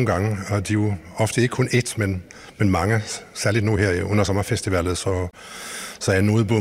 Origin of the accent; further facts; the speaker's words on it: Sweden; moved away; Jeg er jo oprindelse svensker, så jeg er ikke sådan vokset op med det i mit svenske DNA